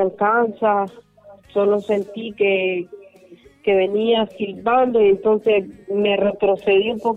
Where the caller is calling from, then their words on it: Cofradía, Olancho, Honduras; Soy fiel oyente de HCH, de aquí de Cofradía, Carretera Antigua, Olancho.